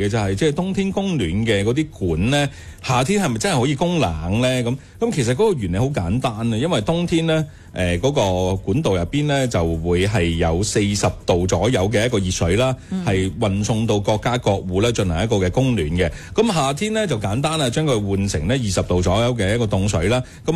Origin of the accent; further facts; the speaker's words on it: Guangdong, China; 特別係即係對於我哋廣東人嚟講啦，